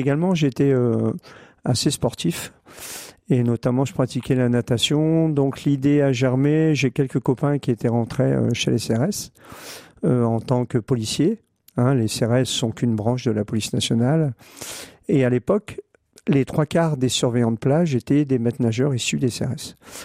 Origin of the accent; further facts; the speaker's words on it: Calais, Hauts-de-France, France; j'ai 65 ans, je suis né à Calais en 1960, et à Calais, on vit avec la mer, on vit avec le détroit du Pas-de-Calais